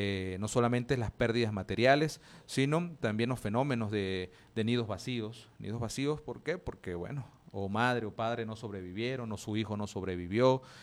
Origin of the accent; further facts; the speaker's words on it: Venezuela; todos nosotros como venezolanos